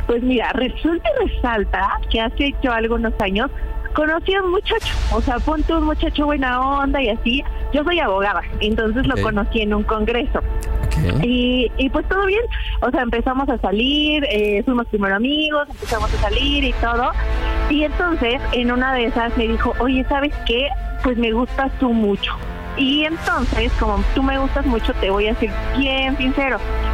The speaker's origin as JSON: {"language": "Spanish", "town": "Iguala", "region": "Guerrero", "country": "Mexico", "said": "Claro, soy de aquí, del estado, el hermoso estado de Guerrero, de Iguala."}